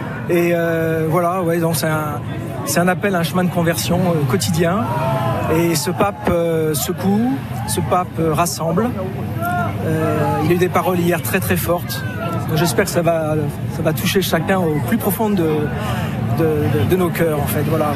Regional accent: Île-de-France, France; Et des Yvelines.

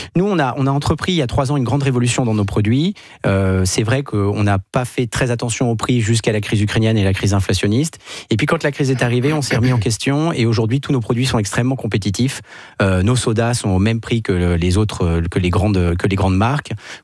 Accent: France; parce qu'on est français

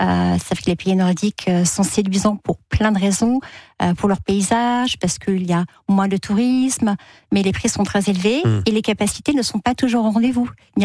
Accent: Brittany, France; je suis bretonne

